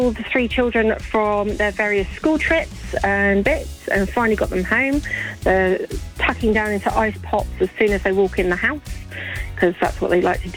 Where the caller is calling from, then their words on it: Godalming, South East England, United Kingdom; So we're Godalming.